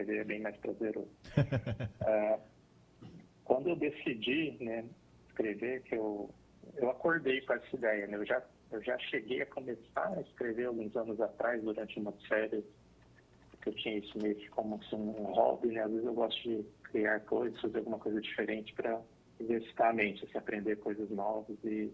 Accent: Ribeirão Preto, São Paulo, Brazil; eu sou de Ribeirão Preto, São Paulo

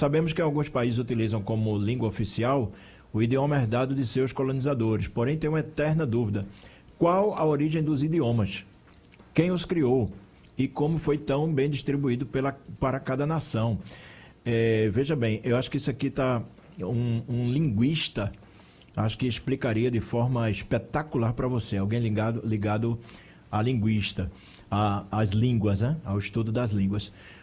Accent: Brazil; Então, nós, enquanto brasileiros, de 5 séculos para cá, nós modificamos bastante.

